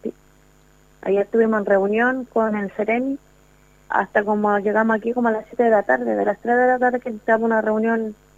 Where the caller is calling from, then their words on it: Coronel, Biobío, Chile; Lo que pasa es que nosotros somos de Paso Seco 5, las últimas casas demolidas por mala constructividad aquí en Coronel.